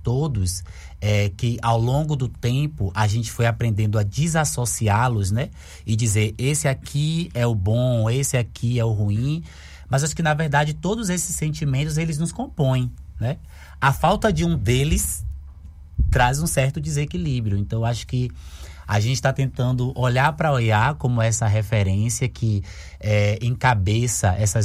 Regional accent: Salvador, Bahia, Brazil; Porque eu sou de Cajazeiras

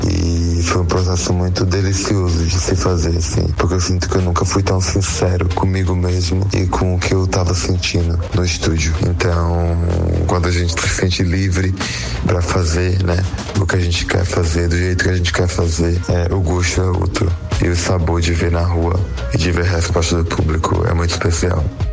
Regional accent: Alagoinhas, Bahia, Brazil; Eu comecei a cantar lá em Alagoinhas, eu sou de Alagoinhas, interior da Bahia, litoral norte, agreste.

